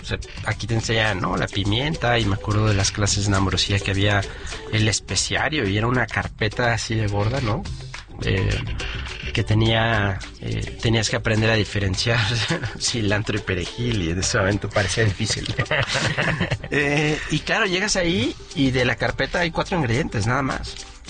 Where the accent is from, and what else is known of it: Mexico; also born or lived in Basque Country, Spain / Catalonia, Spain